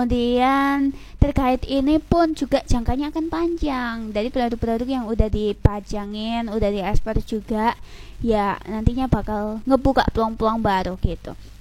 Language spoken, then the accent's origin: Indonesian; Lamongan, East Java, Indonesia; apalagi kita asli Lamongan. Jadi jangan sampai ya kita sebagai orang Lamongan lengah dengan hal ini.